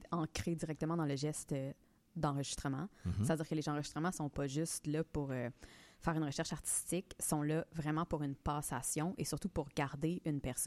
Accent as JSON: {"language": "French", "town": "Quebec City", "region": "Quebec", "country": "Canada", "said": "je viens de Québec."}